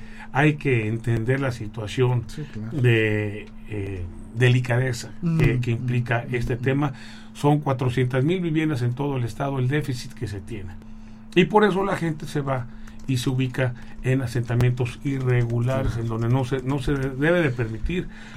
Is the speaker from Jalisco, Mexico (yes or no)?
no; Puebla, Mexico; Como poblanos que somos